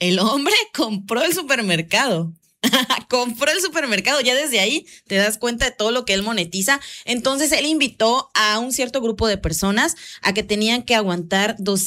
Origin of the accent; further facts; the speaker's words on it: Mexico; nosotros como mexicanos